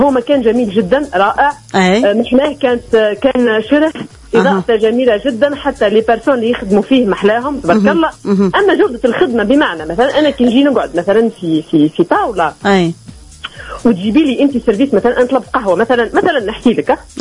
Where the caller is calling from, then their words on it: Tataouine, Tataouine Governorate, Tunisia; من تطاوين.